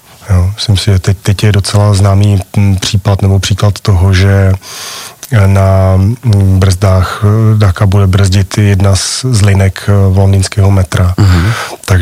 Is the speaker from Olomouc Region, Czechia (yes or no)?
no; Ostrava, Moravian-Silesian Region, Czechia; Jako Ostravák, Tatrovka pro mě byla, prostě to byl legendární vůz